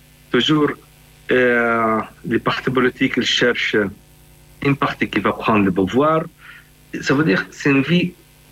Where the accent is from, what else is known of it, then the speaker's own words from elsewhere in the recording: Palestine; chez nous en Palestine